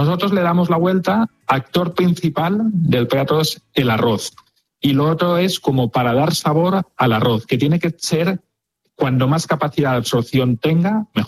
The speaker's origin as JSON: {"language": "Spanish", "region": "Valencian Community", "country": "Spain", "said": "no está cocinado como los valencianos decimos que tiene que estar cocinado un arroz"}